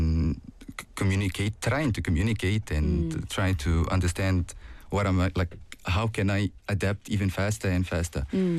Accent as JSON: {"language": "English", "town": "Tunis", "region": "Tunis Governorate", "country": "Tunisia", "tie": "born or raised there", "moved": "yes", "said": "I was born and raised in the capital."}